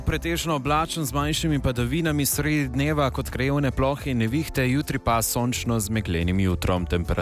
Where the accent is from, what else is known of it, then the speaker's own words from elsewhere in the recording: Slovenian Littoral, Slovenia; Kakšni smo Primorci? Zakaj smo Primorci najboljši?